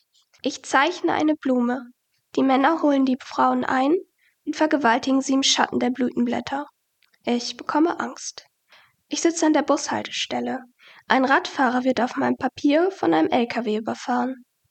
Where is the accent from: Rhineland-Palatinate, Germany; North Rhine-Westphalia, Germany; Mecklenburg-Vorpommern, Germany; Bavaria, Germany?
North Rhine-Westphalia, Germany; Essen; born there; ich bin 20 Jahre alt, ich komme gebürtig aus Essen und studiere in Bochum.